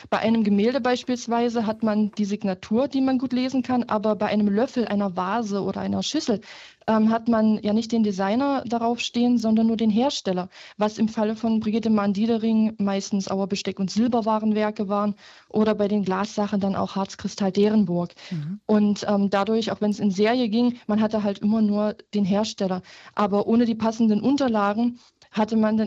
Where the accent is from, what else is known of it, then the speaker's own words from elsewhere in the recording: Merseburg, Saxony-Anhalt, Germany; born there; now in Wallendorf, Germany; ich bin ja auch in Merseburg geboren. Insofern hatte ich auch den Bezug zu dem Ort.